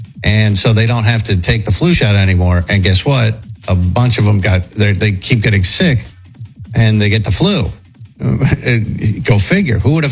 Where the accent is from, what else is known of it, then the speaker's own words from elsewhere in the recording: West Coast, United States; Growing up on the West Coast, never heard of Juneteenth, not once.